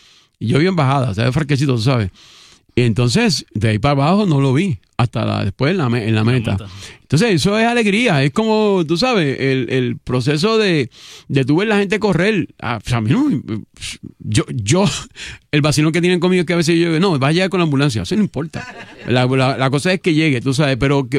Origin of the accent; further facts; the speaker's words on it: Puerto Rico; Y como puertorriqueños nos hace falta disfrutar la vida.